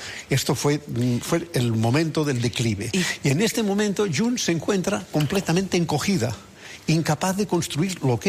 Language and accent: Spanish; Catalonia, Spain; yo soy ciudadano de España, pero catalán